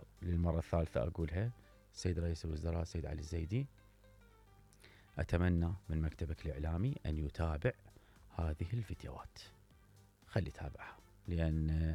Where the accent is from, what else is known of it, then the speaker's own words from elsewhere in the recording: Iraq; أنا رجال عراقي ابن عائلة تعبان على نفسي وابن عشائر